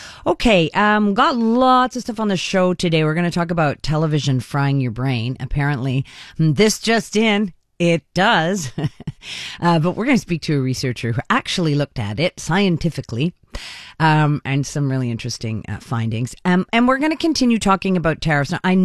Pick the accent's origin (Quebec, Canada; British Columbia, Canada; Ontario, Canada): Quebec, Canada; Montreal; We grew up together on the West Island